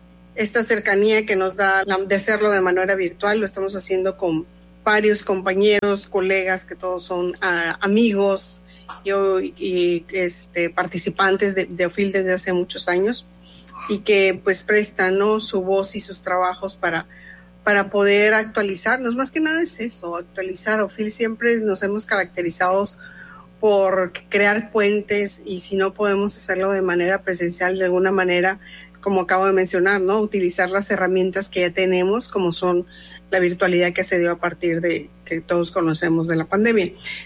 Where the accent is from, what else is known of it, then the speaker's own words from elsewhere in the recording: Mexico; alguien que nos represente como mexicanos.